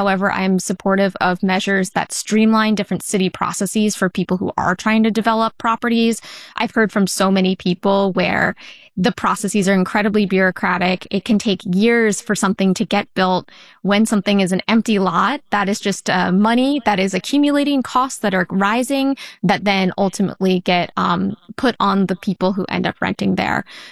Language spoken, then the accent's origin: English; Baltimore, Maryland, United States; born there; now in Providence, United States; have lived in Providence for 19 years, and I've lived in the ward for 12 years. I've lived my whole adult life here. I couldn't choose where I was born. I was born in Baltimore, and I've really chosen to make this my home.